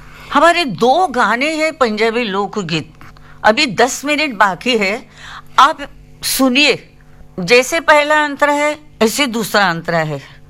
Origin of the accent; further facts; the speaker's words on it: Maharashtra, India; पण कोणाला हे माहिती नव्हतं की मी एक महाराष्ट्रीयन आहे, ते मला मद्रासीच समजायचे.